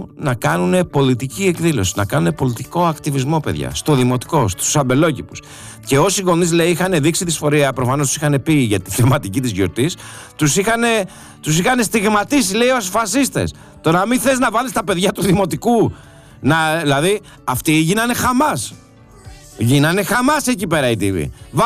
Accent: Athens, Attica, Greece; την παλιά μου την γειτονιά, εκεί που μεγάλωσα, τους αμπελόκηπους, στο κέντρο των Αθηνών

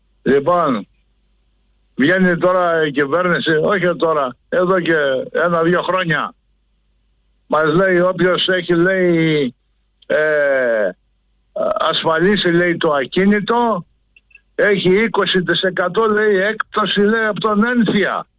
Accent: Thessaly, Greece; από τον Κόζακα.

